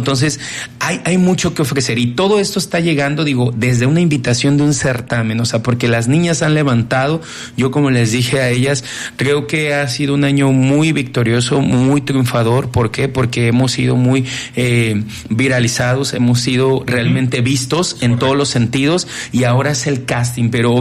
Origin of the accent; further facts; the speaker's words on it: Manzanillo, Colima, Mexico; ¿de dónde eres? De Manzanillo, Colima, del Pacífico mexicano, de un lugar donde te imaginas de clase mundial, un puerto súper importante